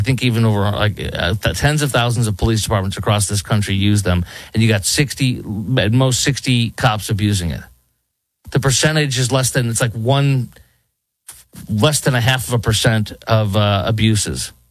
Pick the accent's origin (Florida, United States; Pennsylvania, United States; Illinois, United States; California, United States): Illinois, United States; Chicago; Chicago, Sanctuary City, Sanctuary State, my hometown